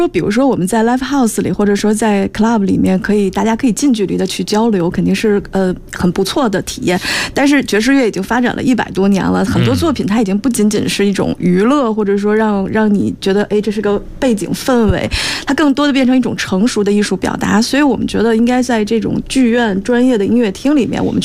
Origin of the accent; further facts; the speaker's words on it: Beijing, China; 我也是北京人，我也挺骄傲的